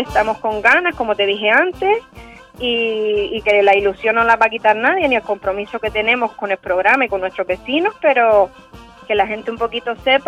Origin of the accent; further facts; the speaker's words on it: Canary Islands, Spain; como buenos canarios que somos